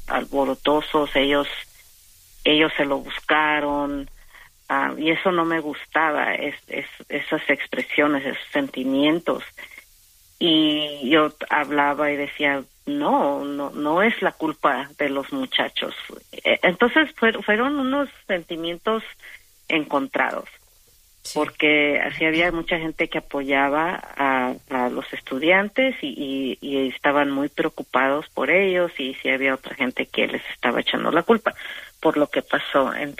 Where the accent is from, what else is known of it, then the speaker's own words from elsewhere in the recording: Iguala, Guerrero, Mexico; Y pues me dolió más porque yo soy de Iguala. Y ahí es donde desaparecieron, donde fueron desaparecidos los estudiantes. Fue en Iguala, como a 10 minutos de donde yo nací, de la casa donde yo nací.